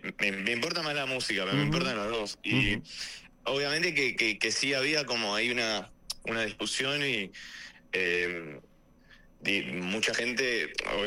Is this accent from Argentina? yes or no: yes; Buenos Aires, Argentina; Yo nací y crecí en Boedo, que es un barrio muy muy tanguero